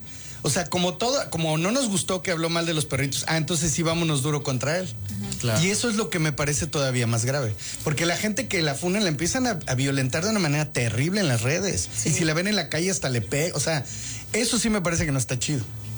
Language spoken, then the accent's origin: Spanish; Mexico; sobre todo para un país del tercer mundo como los mexicanos, ¿no?